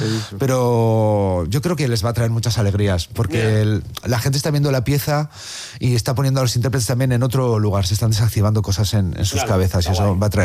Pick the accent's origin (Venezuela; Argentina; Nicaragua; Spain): Spain; Valladolid, Castile and León